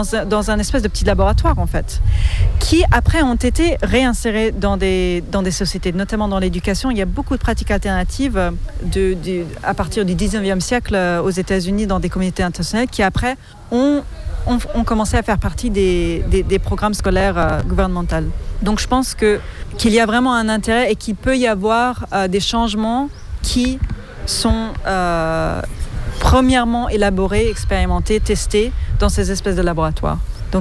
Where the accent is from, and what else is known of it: Auroville, Tamil Nadu, India; moved away as an adult